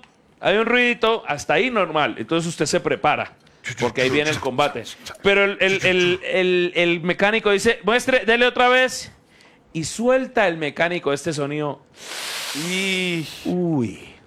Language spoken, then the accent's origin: Spanish; Colombia; Nosotros como colombianos siempre hemos sido boxeadores